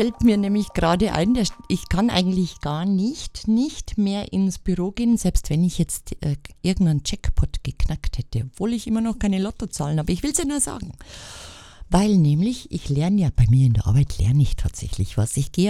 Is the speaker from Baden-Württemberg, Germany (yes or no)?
no; Bavaria, Germany; Das ist keine Einheit für uns Bayern, das geht nicht.